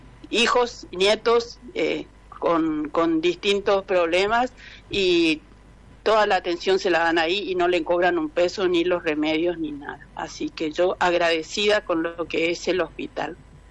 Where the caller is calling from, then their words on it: Barranqueras, Chaco, Argentina; soy de acá de Barranqueras